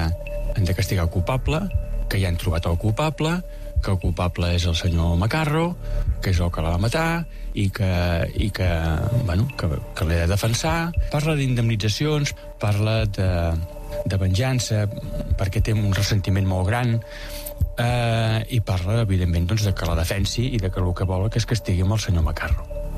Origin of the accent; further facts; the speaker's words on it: Sant Salvador de Guardiola, Catalonia, Spain; Jo soc de Sant Salvador de Guardiola i, clar, em va sorprendre i d'alguna manera em va agradar.